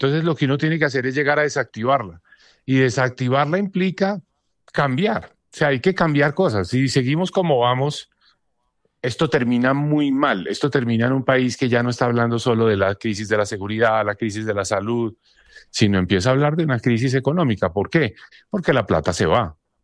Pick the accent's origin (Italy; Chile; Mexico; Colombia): Colombia; Pero lo logramos como colombianos